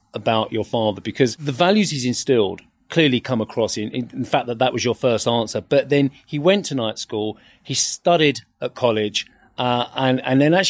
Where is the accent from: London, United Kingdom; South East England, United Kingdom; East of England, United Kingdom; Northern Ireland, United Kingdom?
East of England, United Kingdom; Essex; We're both from Essex